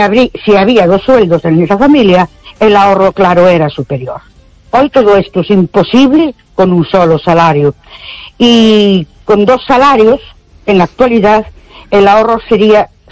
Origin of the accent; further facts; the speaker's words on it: Ourense, Galicia, Spain; Buenas noches … de Orense.